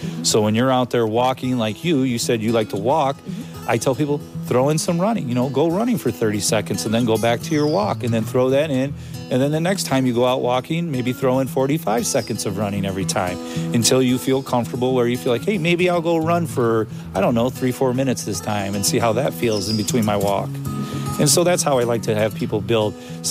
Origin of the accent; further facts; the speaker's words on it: Toledo, Ohio, United States; now in Sylvania, United States; When I was growing up, I lived in the south end of Toledo.